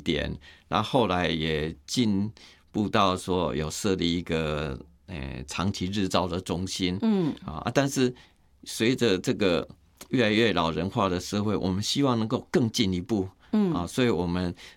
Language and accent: Chinese; Puzi, Chiayi County, Taiwan; moved away; 在嘉义县埔子镇